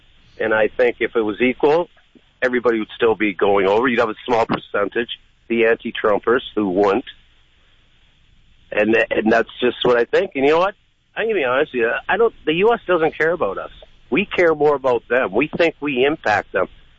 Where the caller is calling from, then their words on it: Canada; I'm Canadian.